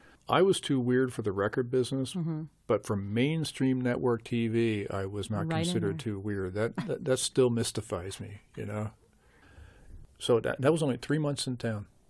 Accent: New Jersey, United States; because, you know, I'm from New Jersey.

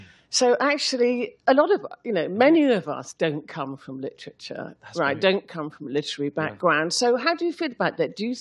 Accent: Glasgow, Scotland, United Kingdom; born there; We were both born in Glasgow. Why was I born in Glasgow?

